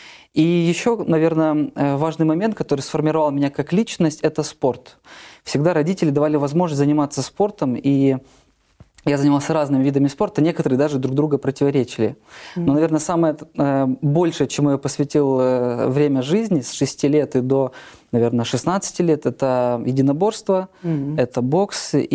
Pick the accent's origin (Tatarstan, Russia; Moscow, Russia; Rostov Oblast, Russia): Rostov Oblast, Russia; Rostov-on-Don; moved away as an adult; Я родился в Ростове-на-Дону, это мой родной город. 25 лет жизни своей там прожил. Угу. Вот, сегодня мне 30